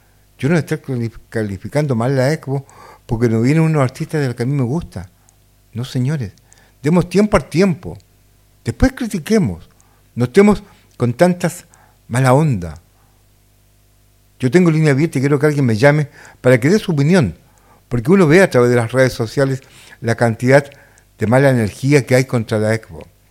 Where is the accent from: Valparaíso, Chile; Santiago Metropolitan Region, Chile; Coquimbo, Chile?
Valparaíso, Chile; La Calera; Soy de La Calera, justamente.